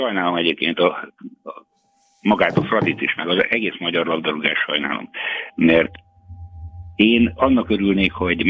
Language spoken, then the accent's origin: Hungarian; Szabolcs-Szatmár-Bereg, Hungary; hogy Magyarországon, hát Szabolcsi vagyok, Magyarországon NB3-ban